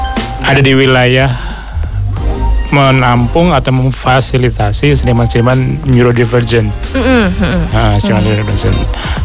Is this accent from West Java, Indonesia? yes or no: yes; Bogor, West Java, Indonesia; Oh ya, aku dari Bogor.